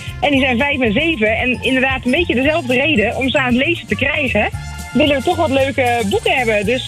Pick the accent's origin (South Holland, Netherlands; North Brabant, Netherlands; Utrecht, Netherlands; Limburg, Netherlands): Utrecht, Netherlands; Zeist; now in Drenthe, Netherlands; Ik kom oorspronkelijk uit Zeist. En dus zijn bij mijn moeder op langs geweest.